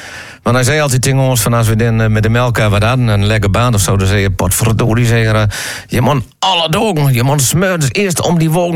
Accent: Ulrum, Groningen, Netherlands; born there; Moeke had ook nog een winkeltje in de snakkenboeren waar ik geboren ben.

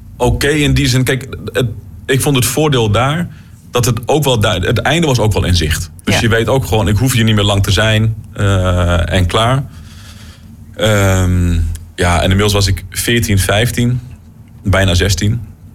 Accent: East Germany, Germany; Toen ik klein was nog in Oost-Duitsland... had ik een keer voor mijn 5e of 6e verjaardag... een fornuis gekregen

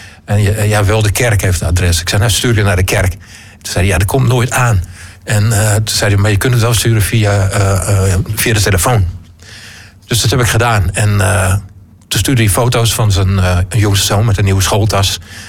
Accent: Loppersum, Groningen, Netherlands; Ja, en ik ben punker uit Loppersum, hè.

